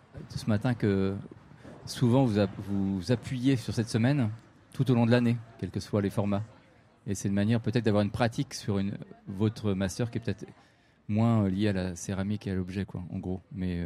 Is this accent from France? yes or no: yes; Angers, Pays de la Loire, France; Moi, je suis un peu du coin, je suis d'Angers